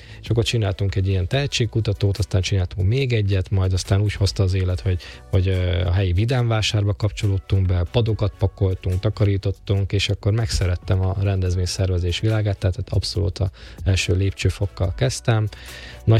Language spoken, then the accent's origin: Hungarian; Salgótarján, Nógrád, Hungary; voltak tehetséges zenekarok a Salgó Tarjánban, én onnan származom